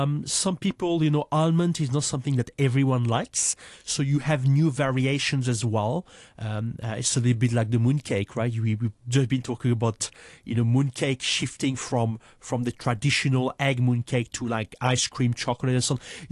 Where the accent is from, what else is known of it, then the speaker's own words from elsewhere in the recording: France; now in Hong Kong; I'm originally from France